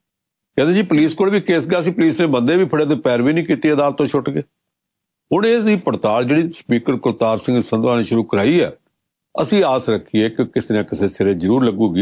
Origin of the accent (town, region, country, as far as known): Punjab, India